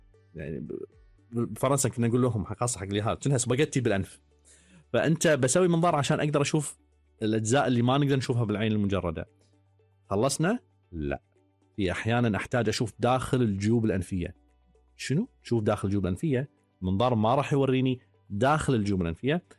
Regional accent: Kuwait; عندنا بالكويت

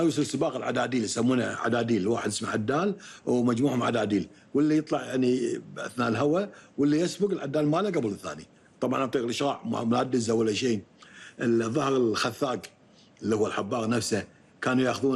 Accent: Kuwait

